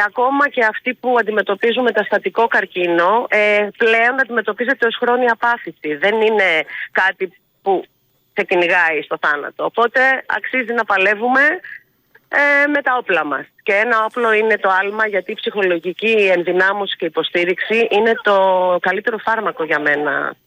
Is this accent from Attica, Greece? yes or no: yes; Piraeus, Attica, Greece; Και εγώ είμαι Πειραιώτης, να ξέρεις. Αλλά είμαι εδώ πάνω τώρα, στην Αθήνα.